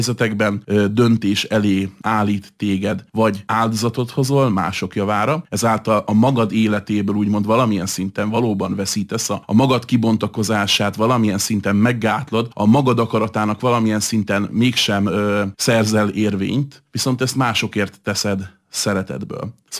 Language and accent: Hungarian; Hungary; főleg itt Európában magyarként